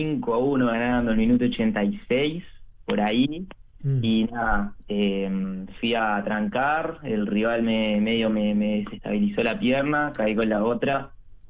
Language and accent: Spanish; Montevideo, Uruguay; yo estoy de Pocitos.